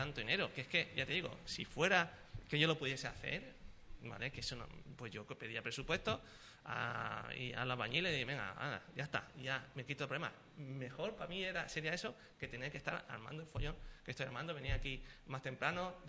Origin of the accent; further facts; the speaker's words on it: Sanlúcar, Andalusia, Spain; nosotros somos de Sanlúcar